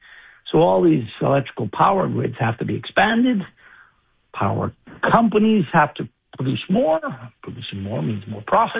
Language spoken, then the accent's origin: English; Canada; as a Canadian